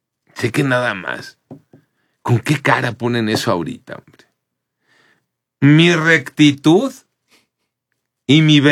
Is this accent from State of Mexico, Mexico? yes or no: no; Sinaloa, Mexico; Estoy en mi tierra, a ras de suelo y con la frente en alto, con las y los nuestros, el pueblo de Sinaloa.